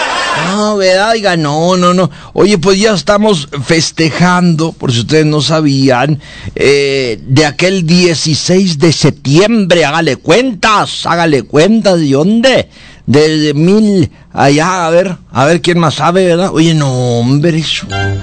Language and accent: Spanish; Mexico; Soy pura mexicana, nacida en esta tierra.